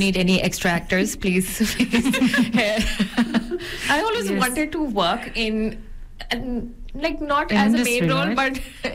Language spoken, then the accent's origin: English; Pakistan; Anybody interested … from Pakistan.